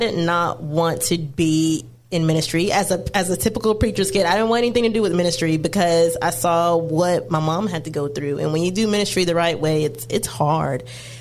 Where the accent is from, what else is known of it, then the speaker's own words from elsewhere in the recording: Georgia, United States; I am born and raised